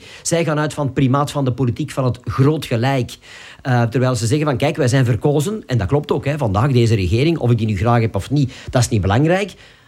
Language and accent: Dutch; Turnhout, Flanders, Belgium; Ja, ik ben van Turnhout afkomstig. Als je vraagt Turnhout is wel bekend van de speelkaarten, maar ook van Soudal.